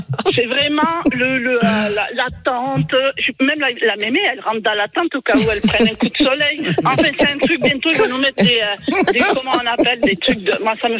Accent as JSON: {"language": "French", "town": "Toulouse", "region": "Occitanie", "country": "France", "said": "Et moi, je suis de Toulouse de base."}